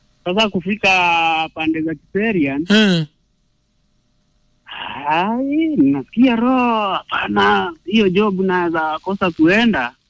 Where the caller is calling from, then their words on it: Kenya; Mimi niko Birika.